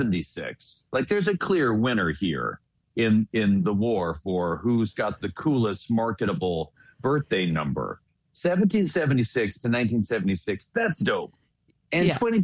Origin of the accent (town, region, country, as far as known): Virginia, United States; born or raised there